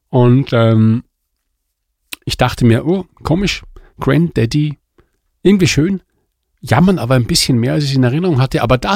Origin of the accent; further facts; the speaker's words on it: Mantua, Lombardy, Italy; ich bin schon beim ersten Mal so abgeschwiffen, weil ich von meiner Heimat Mantua so begeistert bin, ja. Wie alle ItalienerInnen, ja.